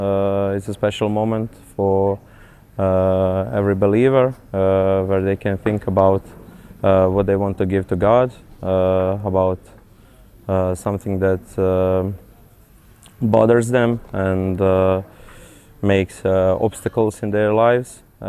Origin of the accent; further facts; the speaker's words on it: Croatia; I'm from Croatia.